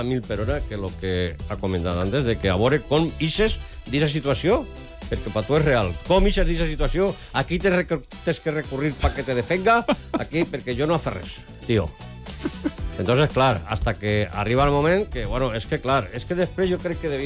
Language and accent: Catalan; Valencian Community, Spain; born there; also born or lived in Jaén, Spain; Jo no soc nascut així en València, jo soc nascut en Jaén